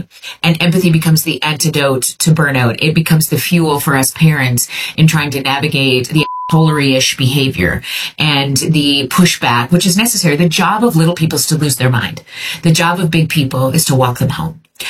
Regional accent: Viking, Alberta, Canada; So I grew up in Viking, Alberta, Canada.

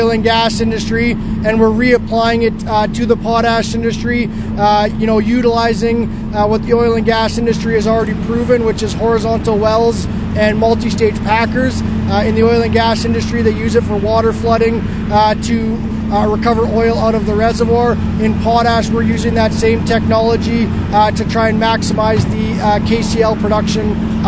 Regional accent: Saskatoon, Saskatchewan, Canada; we're from Saskatchewan and Saskatoon and we're from the area

